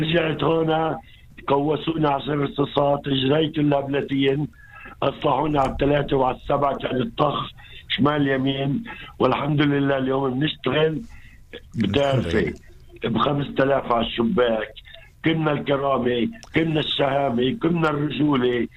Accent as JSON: {"language": "Arabic", "town": "Nazareth", "region": "Northern District", "country": "Israel", "said": "من الناصري."}